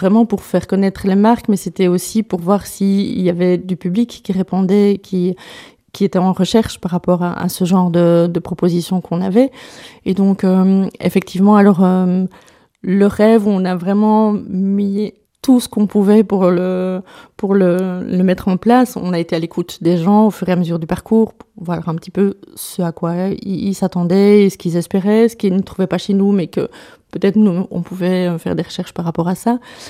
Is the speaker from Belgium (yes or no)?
yes; Namur, Wallonia, Belgium; Alors non, moi je suis namuroise, pure souche.